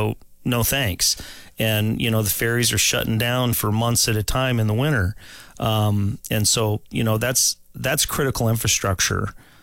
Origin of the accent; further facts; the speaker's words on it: Homer, Alaska, United States; also born or lived in Anchorage; I was born and raised Alaskan. I was born in Anchorage after the 1964 earthquake. We moved down to Homer in 1974. And so I've been down there ever since.